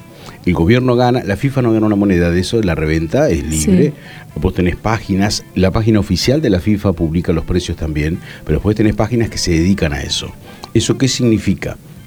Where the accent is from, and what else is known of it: Argentina